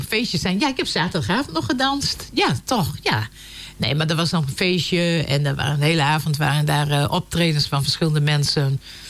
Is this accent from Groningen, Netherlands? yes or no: yes; Veleveen, Groningen, Netherlands; also born or lived in Vlagtwedde; Nee, ik ben geboren in Vlachtwedde. En daar heb ik bijna tot mijn vierde gewoond. En toen zijn mijn ouders verhuisd naar Veleveen, omdat mijn vader daar werkte toen de tijd.